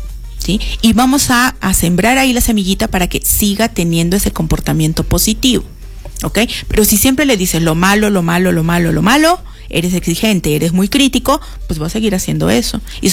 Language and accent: Spanish; Peru; Nosotros como cultura peruana